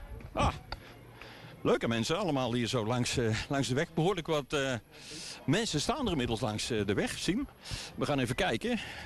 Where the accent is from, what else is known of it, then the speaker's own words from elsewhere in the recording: Dongen, North Brabant, Netherlands; Want wij zijn ook uit een Dongen, hè?